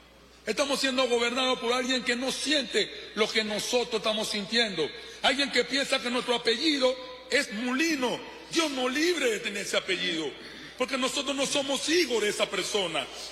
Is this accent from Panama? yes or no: yes; Colón, Panama